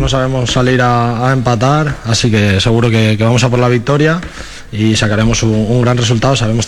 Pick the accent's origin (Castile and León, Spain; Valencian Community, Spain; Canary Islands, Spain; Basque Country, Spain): Valencian Community, Spain; encima yo que soy valenciano y enseguida que hay petardos me emociono.